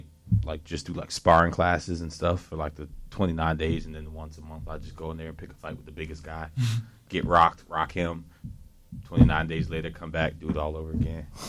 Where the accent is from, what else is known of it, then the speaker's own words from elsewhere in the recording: United States; I'm an American